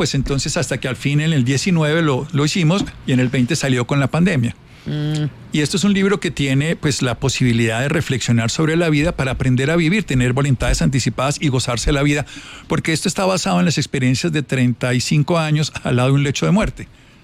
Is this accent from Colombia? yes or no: yes; Armero, Tolima, Colombia; Yo soy de Armero, Tolima.